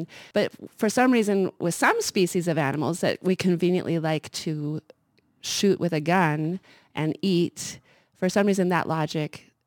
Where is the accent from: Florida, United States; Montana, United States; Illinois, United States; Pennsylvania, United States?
Montana, United States; Missoula; I grew up in Missoula